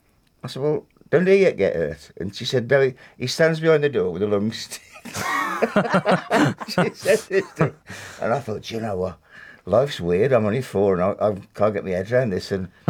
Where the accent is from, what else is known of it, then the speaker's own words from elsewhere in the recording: Wednesbury, West Midlands, United Kingdom; I'm from Wensbury